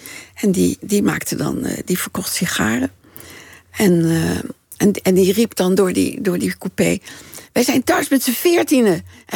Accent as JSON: {"language": "Dutch", "town": "Haarlem", "region": "North Holland", "country": "Netherlands", "tie": "born there", "said": "Ja, via Utrecht, maar ik ben in Haarlem geboren."}